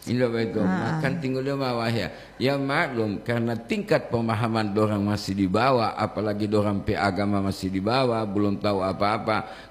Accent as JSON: {"language": "Indonesian", "region": "Gorontalo", "country": "Indonesia", "tie": "born or raised there"}